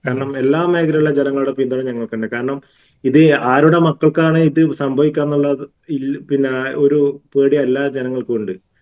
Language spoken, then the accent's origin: Malayalam; Pazhayangadi, Kerala, India; ഞങ്ങളുടെ നാട്ടിലൊരു പഴയങ്ങാടി